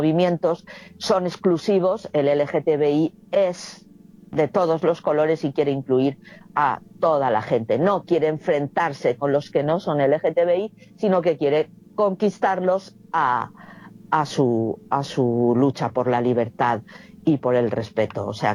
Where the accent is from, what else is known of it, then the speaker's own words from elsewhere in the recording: Valencian Community, Spain; Como soy valenciana, hice la búsqueda en catalán y me salió a la primera su página web